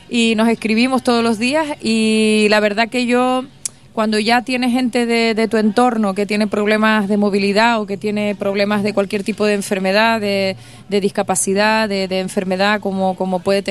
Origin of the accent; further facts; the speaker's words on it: Canary Islands, Spain; yo, que me siento pues muy canaria